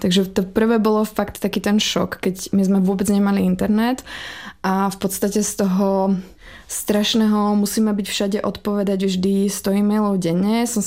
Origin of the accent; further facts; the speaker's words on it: Slovakia; moved away as an adult; K tomuto by som začala tým, že ja pochádzam zo severného Slovenska, takže ja som vlastne až do 18 rokov mrzla